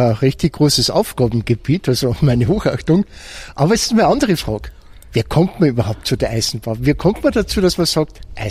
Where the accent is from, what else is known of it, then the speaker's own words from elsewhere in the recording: Upper Austria, Austria; ich bin aus Oberösterreich